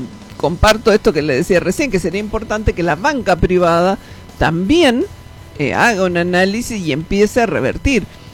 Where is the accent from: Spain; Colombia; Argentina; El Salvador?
Argentina